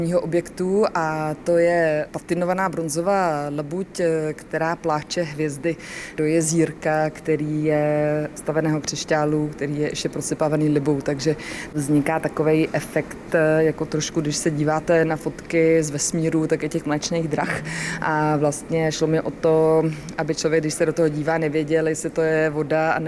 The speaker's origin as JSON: {"language": "Czech", "town": "Belgrade", "country": "Serbia", "moved": "yes", "lives_now": "Czech Republic", "said": "Já jsem teda Srbka z Bělehradu, ale cítím se jako silný severský patriot."}